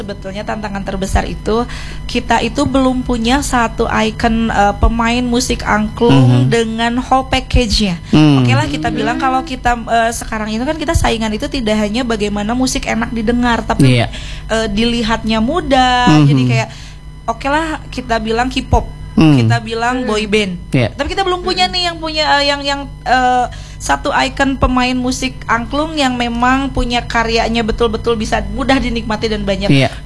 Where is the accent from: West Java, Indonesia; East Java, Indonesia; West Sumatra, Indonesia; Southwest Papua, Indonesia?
West Java, Indonesia